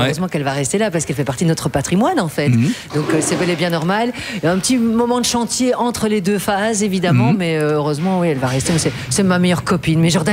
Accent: Brussels, Brussels-Capital Region, Belgium; now in Hainaut, Belgium; Moi, je suis bruxelloise en fait d'origine et au départ, et j'ai découvert le Hainaut, la Wallonie.

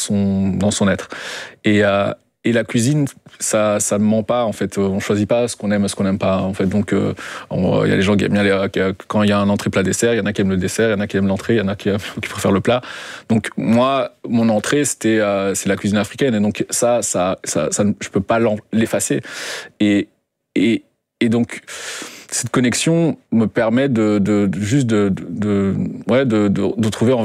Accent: Belgium; first language Kinyarwanda; French is a second language; also born or lived in Rwanda; moi j'ai grandi en Belgique avec des os sans tête et des frites et des fricadelles.

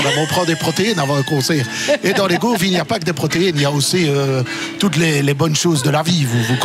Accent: Liège, Wallonia, Belgium; on vient de Liège.

